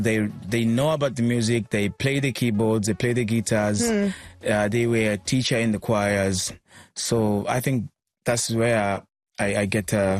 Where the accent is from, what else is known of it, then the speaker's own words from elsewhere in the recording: Arusha, Tanzania; It was a group with 4 members back in Arusha. I was born and raised in Arusha. Yeah. So we came from Arusha, and then later on, we had to go to Dar because Dar is where everything is.